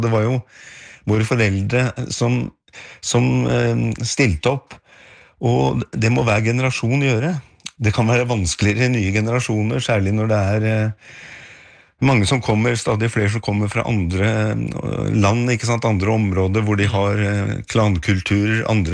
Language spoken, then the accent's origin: Norwegian; Oslo, Norway; born or raised there